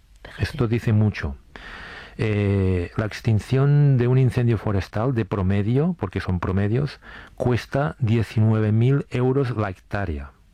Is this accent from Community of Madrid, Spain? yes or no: no; Sant Sadurní d'Anoia, Catalonia, Spain; born or raised there